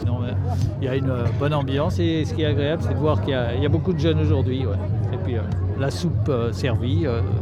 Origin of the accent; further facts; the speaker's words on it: Arles, Provence-Alpes-Côte d'Azur, France; Moi je suis d'Arles, ouais.